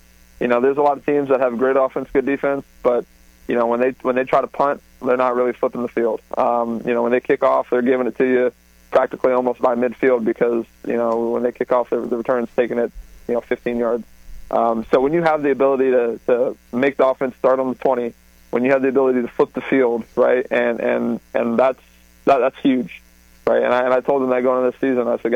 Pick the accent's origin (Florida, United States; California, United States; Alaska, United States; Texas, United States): Florida, United States; Delray Beach; that's, 2.5-3 hours away from where I grew up in Delray Beach.